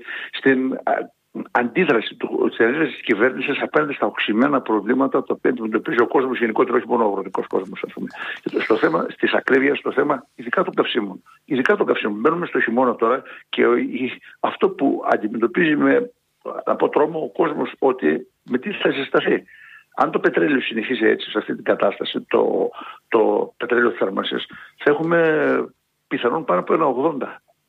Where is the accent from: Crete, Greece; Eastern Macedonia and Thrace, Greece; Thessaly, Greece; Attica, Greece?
Thessaly, Greece; Elassona; η ιδιαίτερη πατρίδα μου, ο Δήμος που είπατε πριν που ήμουν, είναι το βόρειο τμήμα της Λάρισας, είναι ο Δήμος Λασόνος.